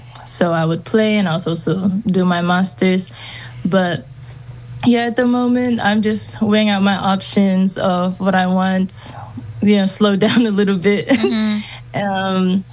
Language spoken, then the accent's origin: English; New Zealand; moved away as an adult; I grew up in New Zealand.